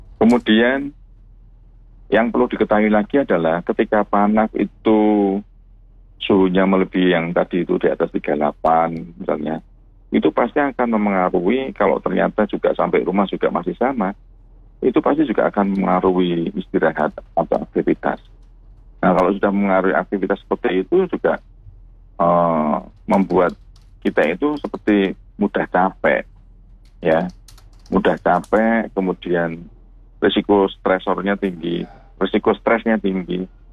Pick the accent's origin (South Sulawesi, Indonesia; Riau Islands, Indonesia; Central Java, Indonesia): Central Java, Indonesia; Semarang; kita sebagai warga Kota Semarang